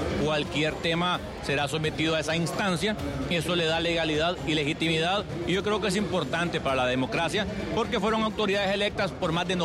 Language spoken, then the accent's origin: Spanish; Honduras; Es una obligación que tenemos como liberales, pero sobre todo como hondureños